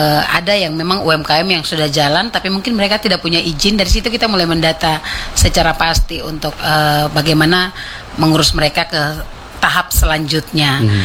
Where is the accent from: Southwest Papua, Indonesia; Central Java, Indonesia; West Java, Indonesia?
Southwest Papua, Indonesia; kayak kita suku MOI